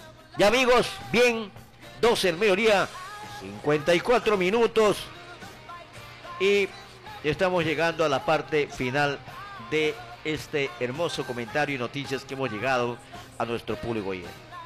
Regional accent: Peru

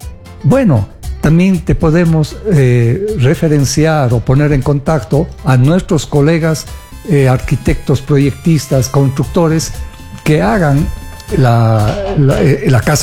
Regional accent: Cuenca, Azuay, Ecuador

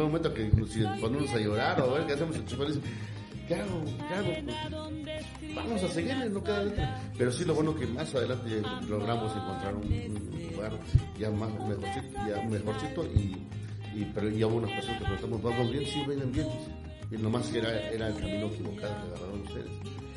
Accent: San Pedro y San Pablo Ayutla, Oaxaca, Mexico; now in Oaxaca City, Mexico; de mis inicios aquí en la ciudad de Oaxaca. Yo soy originario de Ayutla Mije, vine a estudiar a la Escuela de Bellas Artes

